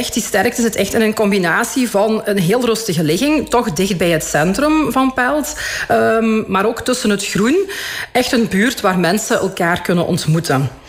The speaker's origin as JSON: {"language": "Dutch", "region": "Limburg", "country": "Belgium", "tie": "born or raised there", "said": "Ja, dat klopt. Ik ben inderdaad van Limburg geboren en getogen."}